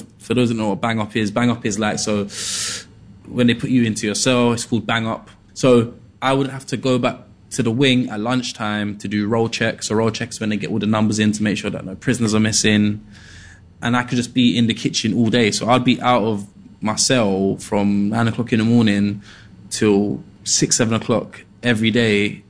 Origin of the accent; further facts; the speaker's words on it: Peckham, London, United Kingdom; but growing up in Peckham, people weren't, from my demographic, weren't really putting out YouTube videos